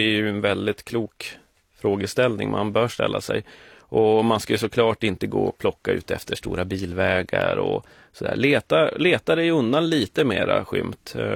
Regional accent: southern Lapland, Sweden; moved away as an adult; now in Stockholm, Sweden; jag som är uppvuxen i södra Lappland

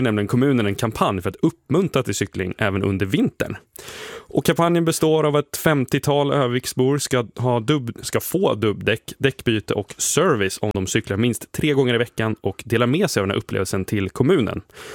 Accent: Sundsvall, Västernorrland County, Sweden; Men nu ska vi komma ihåg att jag är ju Sundsvallsbo, va?

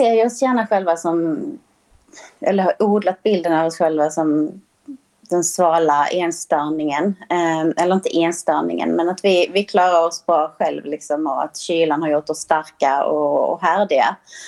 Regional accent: Sweden; som svensk så är man ju sällan utsatt för en sån typ av värme och känner därför inte till sina begränsningar heller.

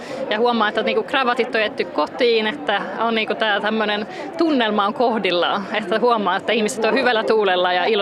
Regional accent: Sweden

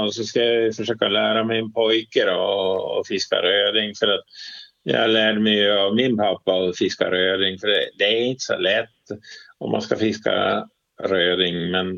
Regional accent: Gotland, Sweden; jag kommer från Gotland och jag har ju gjort min militärtjänst här på Gotland, ja.

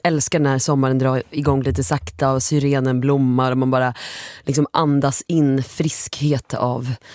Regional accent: Stockholm, Stockholm County, Sweden; jag växte upp i Skärholmen

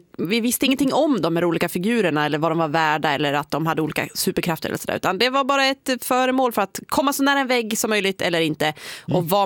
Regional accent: Falun, Dalarna County, Sweden; jag vet inte om det här var ett Falu-fenomen där jag växte upp

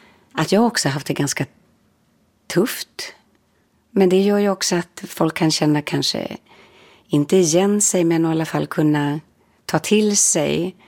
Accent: Stockholm, Stockholm County, Sweden

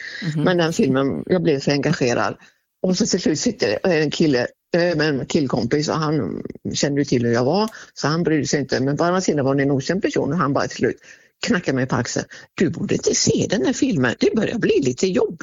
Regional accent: Sweden; Jag är ju svensk, absolut, i mitt själ och hjärta

